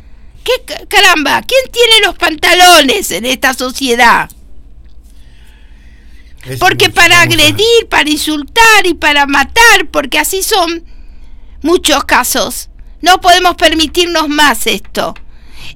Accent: Argentina; Ay, yo también soy de Marabó.

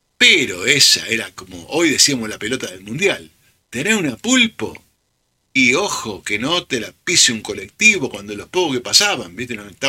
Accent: Buenos Aires, Argentina; born there; La realidad, mi realidad, barrio pobre. Yo nací en Pompeya, esa es mi cuna.

